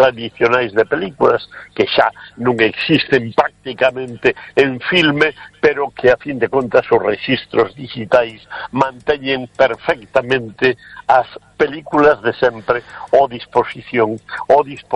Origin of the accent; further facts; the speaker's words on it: Galicia, Spain; Cristina Castaño naceu en Vilalba, na provincia de Lugo, na miña terra